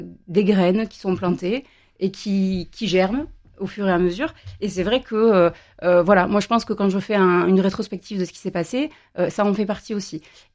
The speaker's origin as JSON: {"language": "French", "town": "Lunel", "region": "Occitanie", "country": "France", "tie": "born or raised there", "said": "Oui, alors moi donc … je suis originaire de Lunel."}